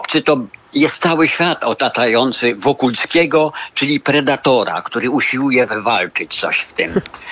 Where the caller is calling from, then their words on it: Warsaw, Masovian Voivodeship, Poland; Z Warszawy